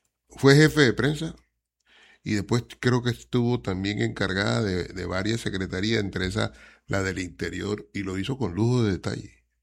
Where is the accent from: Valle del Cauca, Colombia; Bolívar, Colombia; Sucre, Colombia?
Bolívar, Colombia; Cartagena; Que amen, que quieran a la Cartagena, a mi terruño.